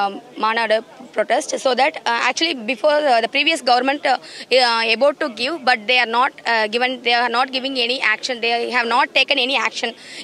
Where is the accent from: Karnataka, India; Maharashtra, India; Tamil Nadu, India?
Tamil Nadu, India; Velayudham Palayam; I am coming from Velayudham Palayam.